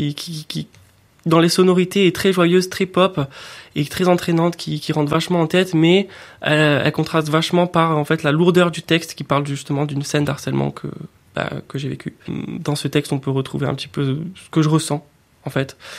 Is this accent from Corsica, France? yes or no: yes; Ajaccio, Corsica, France; also born or lived in Moca-Croce; j'ai grandi, j'étais à Ajaccio, aussi au village à Moca Croce.